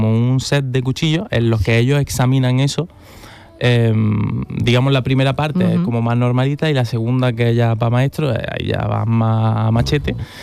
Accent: Spain; soy español.

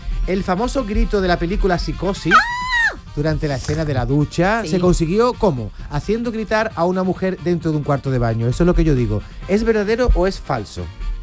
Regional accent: Andalusia, Spain; Oye, soy los 4 gaditanos.

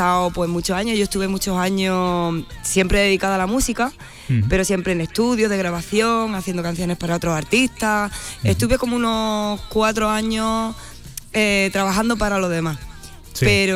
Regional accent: San Fernando, Andalusia, Spain; ¿de dónde soy? De uh-huh. San Fernando, Cádiz

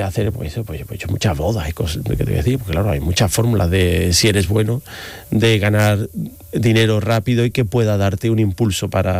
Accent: Seville, Andalusia, Spain; also born or lived in Madrid; soy sevillano.

